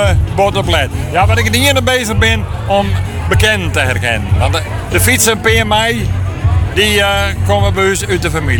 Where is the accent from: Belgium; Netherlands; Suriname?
Netherlands; Leeuwarden, Friesland; Nee, Ljouders.